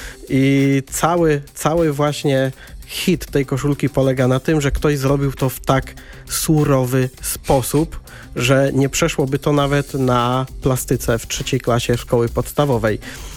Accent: Konin, Greater Poland Voivodeship, Poland; koszulkę Górnika Konin na urodziny z mojego rodzinnego miasta.

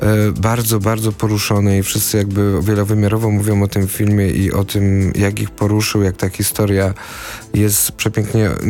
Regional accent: Kraków, Lesser Poland, Poland; ja pochodzę z Krakowa

